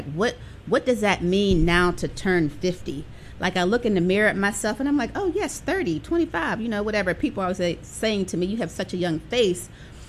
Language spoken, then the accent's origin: English; Pittsburgh, Pennsylvania, United States; born or raised there; now in Atlanta, United States